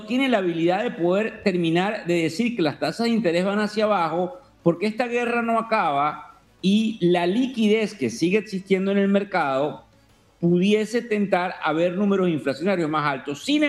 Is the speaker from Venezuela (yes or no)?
yes; Venezuela; moved away as an adult; now in New York, United States; yo soy el venezolano de la tribuna, vuelvo a repetírselo, no estoy en la bolsa, no se asuste de donde me está viendo, estamos en un location, en un pueblo que se llama Scarsdale, en Nueva York